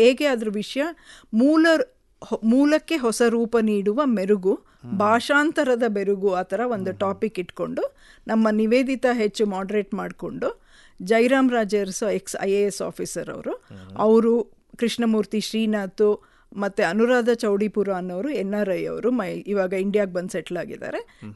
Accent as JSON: {"language": "Kannada", "town": "Mysuru", "region": "Karnataka", "country": "India"}